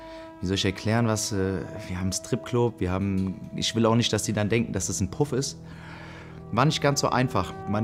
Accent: Frankfurt, Hesse, Germany; also born or lived in Offenbach; Ich bin hier im Bahnhofsviertel aufgewachsen

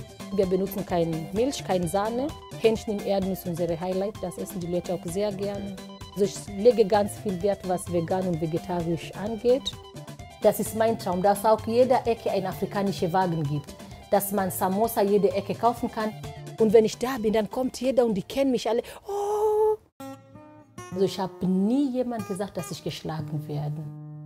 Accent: Kenya; Wir haben verschiedene Länder. Ich komme aus Kenia.

